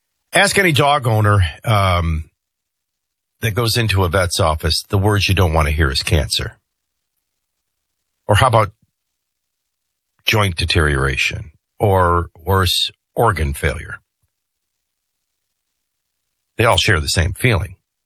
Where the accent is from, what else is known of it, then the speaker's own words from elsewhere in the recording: New Orleans, Louisiana, United States; People would always say, what was it like growing up in New Orleans? Well, if everybody came to your town to live a debaucherous, sinful few days and throw up on your streets and urinate on your streets, that's what it's like.